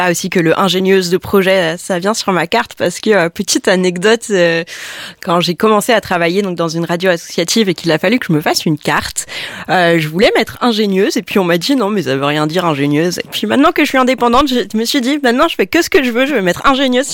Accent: Provence-Alpes-Côte d'Azur, France; now in Mulhouse, France; moi, alors je suis originaire du Var, mais j'ai vite bougé pour mes études jusqu'à arriver à Mulhouse en master.

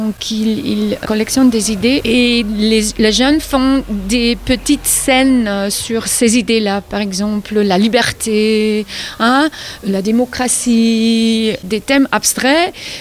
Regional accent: Flanders, Belgium; French is a second language; moi je suis flamande et Lille pendant longtemps faisait partie de Flandre aussi.

